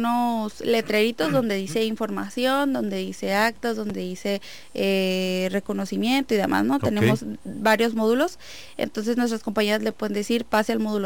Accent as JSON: {"language": "Spanish", "region": "Nayarit", "country": "Mexico", "moved": "yes", "lives_now": "Tijuana, Mexico", "said": "No, soy de Nayarit, pero okay, tengo bueno, 16 años viviendo aquí."}